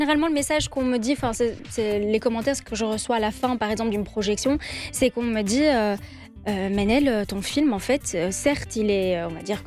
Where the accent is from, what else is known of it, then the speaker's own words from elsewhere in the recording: Belgium; Alors que non, non, en fait, on est belge.